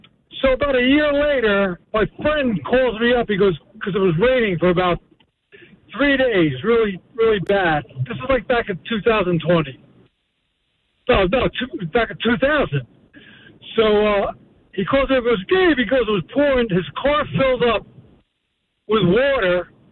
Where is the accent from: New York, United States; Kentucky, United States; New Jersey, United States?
New Jersey, United States; About 20 years ago, well, I grew up in Waldorf, New Jersey, the greatest little town in the country.